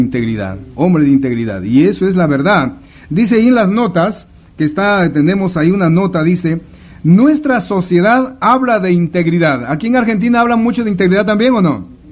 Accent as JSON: {"language": "Spanish", "region": "Cajamarca", "country": "Peru", "moved": "yes", "said": "Cajamarca es un departamento de Perú, al norte. Y yo soy cajamarquino."}